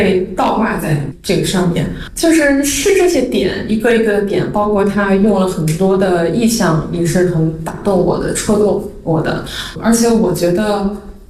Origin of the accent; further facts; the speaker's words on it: Shandong, China; now in Beijing, China; 因为我是山东人，我们鲁豫大地都是这样